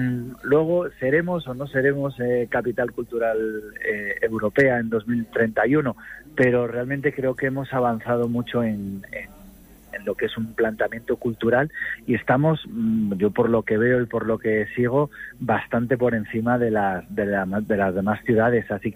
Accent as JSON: {"language": "Spanish", "region": "Asturias", "country": "Spain"}